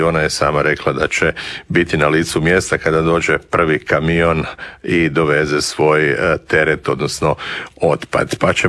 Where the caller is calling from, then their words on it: Osijek, Osijek-Baranja County, Croatia; Dobar dan iz Osijeka i Slavonije i Baranje. Evo, kod nas u Osijeku dvije su teme posljednjih dana.